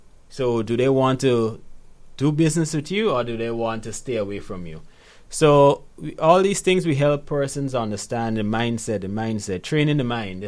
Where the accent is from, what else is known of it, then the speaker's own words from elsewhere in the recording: Guyana; born there; I remember when I just moved back to Guyana in 2016. Right, I was born in Guyana, by the way.